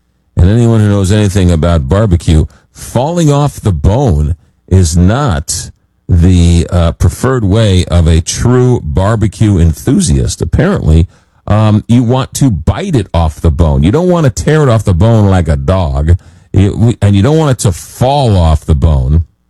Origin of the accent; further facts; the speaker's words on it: East Coast, United States; now in St. Louis, United States; I didn't know what barbecue was growing up on the East Coast. I had to come to St. Louis in the Midwest to learn what good barbecue was all about.